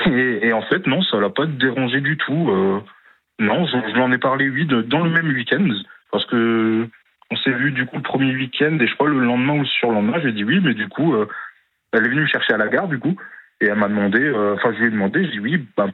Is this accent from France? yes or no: yes; Grand Est, France; Moi, je suis d'Alsace et ma copine, elle est de Vendée.